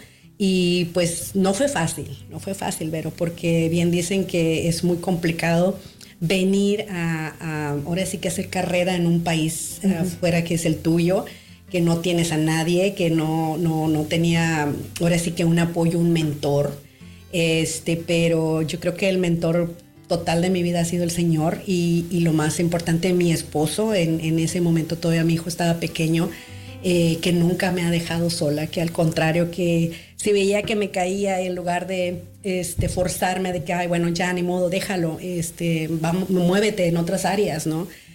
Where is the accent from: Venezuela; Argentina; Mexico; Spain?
Mexico; moved away as an adult; now in United States; pues yo soy abogada mexicana, llego a Estados Unidos y pues llega el momento en que decimos